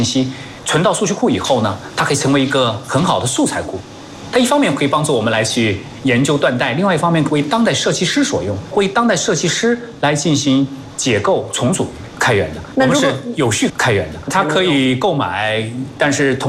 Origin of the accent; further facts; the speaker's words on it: Jingdezhen, Jiangxi, China; 所以那时候觉得哎呀，景德镇就是哎呀，我们的家乡确实有点脏有点乱。那个时候说家长也好，你自己想的也好，就是逃离，离开景德镇